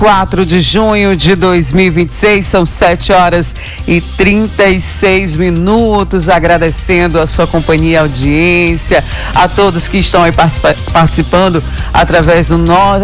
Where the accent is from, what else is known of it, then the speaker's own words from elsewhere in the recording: Brazil; Nós somos brasileiros